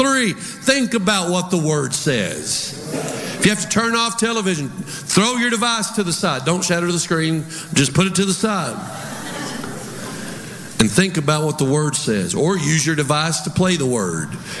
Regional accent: Texas, United States; I'm Texan, so I say M. E-M.

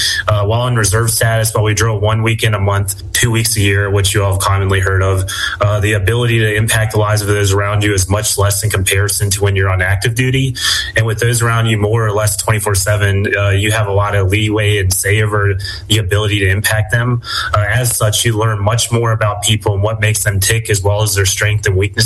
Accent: Harrisonburg, Virginia, United States; I'm originally from Harrisonburg, Virginia

